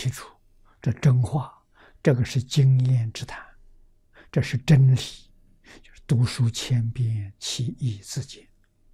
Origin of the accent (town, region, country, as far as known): China